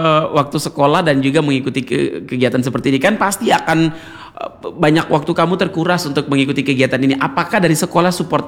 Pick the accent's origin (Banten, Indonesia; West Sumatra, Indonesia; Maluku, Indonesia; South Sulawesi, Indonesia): Maluku, Indonesia; Saya juga dari Kei Besar.